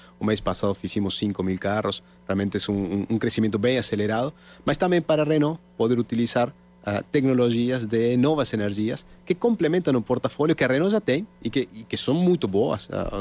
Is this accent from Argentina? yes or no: yes; Argentina; argentino.